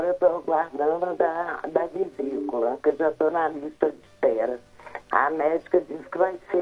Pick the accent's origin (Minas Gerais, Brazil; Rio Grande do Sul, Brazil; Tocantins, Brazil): Minas Gerais, Brazil; Araxá; Eu sou de Araxá, pastor.